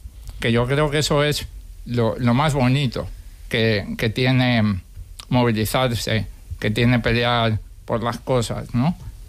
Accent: Spain; A mí, que esto pase en mi país, que esto pase en la cuarta economía de la zona euro, me parece cruel

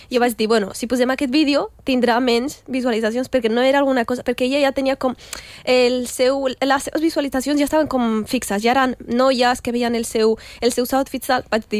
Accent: L'Hospitalet de Llobregat, Catalonia, Spain; born there; now in Terrassa, Spain; jo he nascut a l'Hospitalet del Llobregat, soc catalana

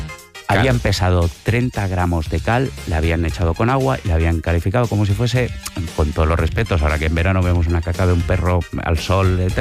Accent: Sant Feliu de Llobregat, Catalonia, Spain; Jaume Plensa, por cierto, es de mi pueblo, de San Feliu de Llobregat.

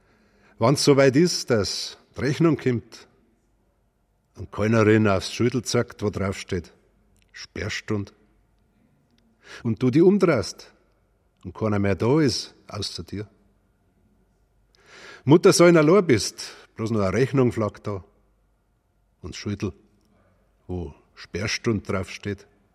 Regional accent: Dachau, Bavaria, Germany; born there; Also Sie sprechen schon Dachau an, das ist eine besondere Herausforderung, es ist mein Geburtsort.

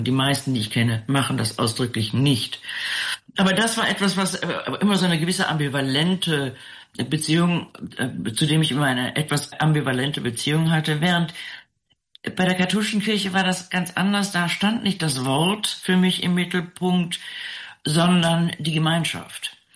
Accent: Rhineland, Germany; ich bin im Rheinland aufgewachsen, im katholischen Rheinland, und meine ältesten Freundinnen und Freunde waren alle katholisch.

